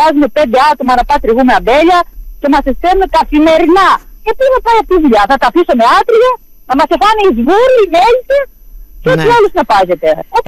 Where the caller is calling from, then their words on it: Crete, Greece; Εγώ είμαστε τώρα από την Κυθαρίδα.